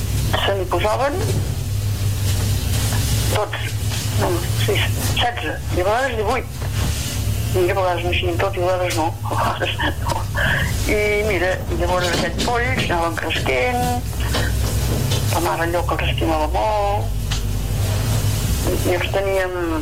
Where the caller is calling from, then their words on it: Santa Pau, Catalonia, Spain; Soc el marit de Santa Pau